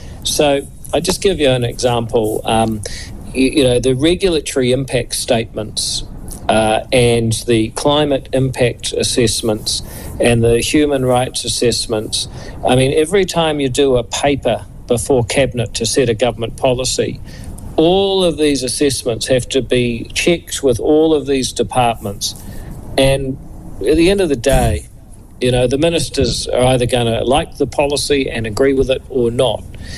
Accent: New Zealand; I am proud as a New Zealander

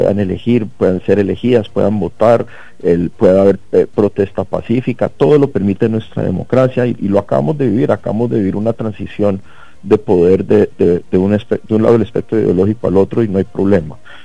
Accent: Colombia; hablando como colombiano

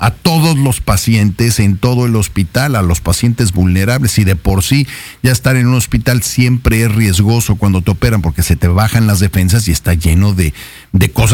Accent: Mexico; no solo somos los mexicanos los ingeniosos

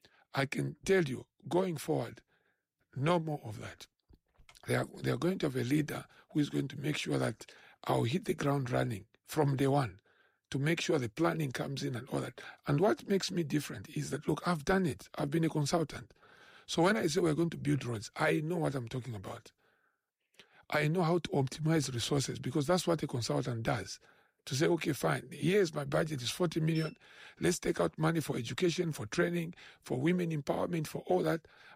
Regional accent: Lusaka, Lusaka Province, Zambia; I grew up in Chawama.

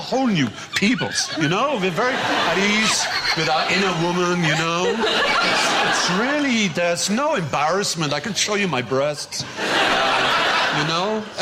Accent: Wales, United Kingdom; accent: Welsh; mocking my Welsh accent.

